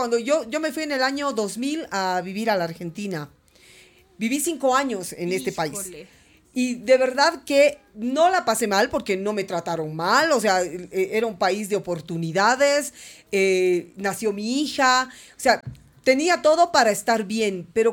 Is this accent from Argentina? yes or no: no; Bolivia; moved away; yo he sido una de las migrantes de nuestro país